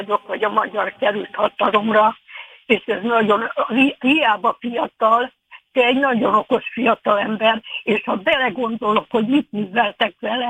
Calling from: Hungary; most nem szégyellem azt, hogy magyar vagyok

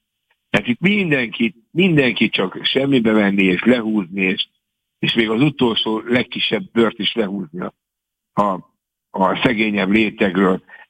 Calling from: Budapest, Hungary; Hát én budapesti vagyok

